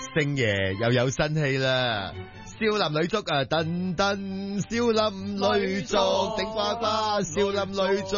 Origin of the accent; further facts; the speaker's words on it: Hong Kong; 大家要支持我們香港人拍的電影啊